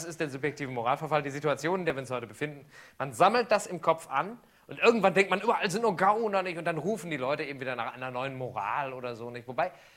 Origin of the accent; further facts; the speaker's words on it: Düsseldorf, North Rhine-Westphalia, Germany; Ich komme ja aus Düsseldorf